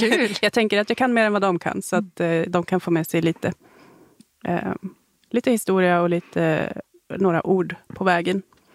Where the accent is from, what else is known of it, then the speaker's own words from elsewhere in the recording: Norrbotten County, Sweden; Vi är ju uppvuxna i Tornedalen med den kultur och vi har omgivits av språket utan att kanske ha tänkt så mycket på det